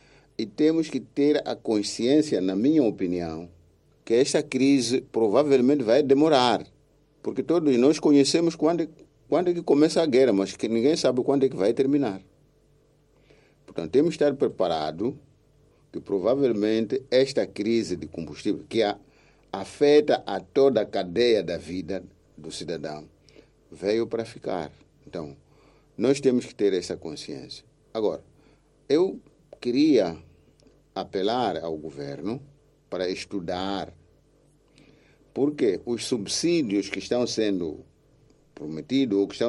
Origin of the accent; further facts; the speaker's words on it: Mozambique; nós, como moçambicanos